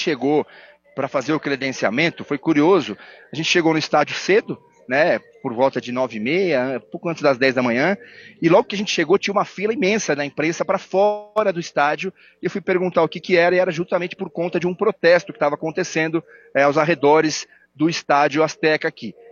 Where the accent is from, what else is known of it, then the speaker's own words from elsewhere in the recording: Brazil; quando eles percebem que a gente é brasileiro, eles já falam do Pelé